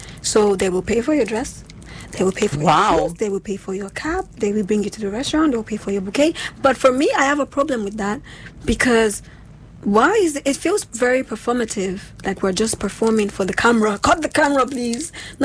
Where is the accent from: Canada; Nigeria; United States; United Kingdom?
Nigeria; But you see, the thing that's confusing me now is when I hear date as a Nigerian, I think these people are boyfriend and girlfriend. But here, it means that you are just getting to know them, like you go out for drinks.